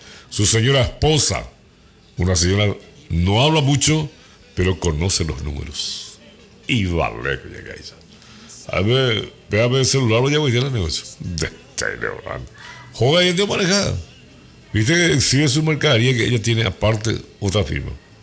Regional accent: Asunción, Paraguay; Yo cuando era niño allá en Asunción

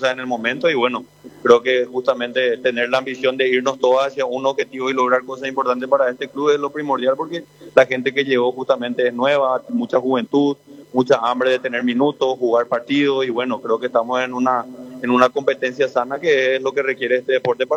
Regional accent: Asunción, Paraguay; moved away; Yo soy de Asunción, Barrio Jara.

